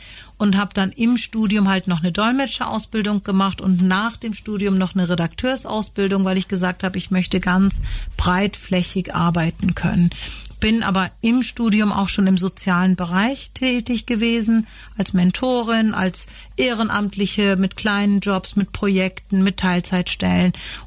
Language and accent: German; Hamburg, Germany; Ich bin in Hamburg geboren, mm-hmm. habe da auch die Grundschule gemacht.